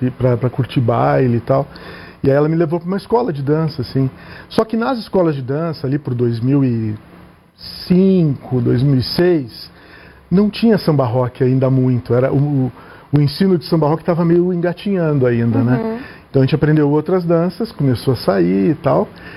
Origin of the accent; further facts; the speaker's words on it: Porto Alegre, Rio Grande do Sul, Brazil; moved away as an adult; now in São Paulo, Brazil; Eu sou gaúcho, de Porto Alegre.